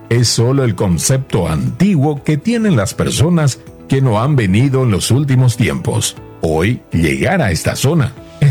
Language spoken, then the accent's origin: Spanish; Paraguay; redescubrir nuestra propia identidad como paraguayos